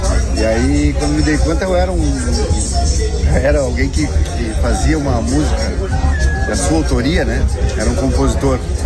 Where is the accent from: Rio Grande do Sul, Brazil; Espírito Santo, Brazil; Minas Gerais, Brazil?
Rio Grande do Sul, Brazil; Bagé; Sou de Bagé.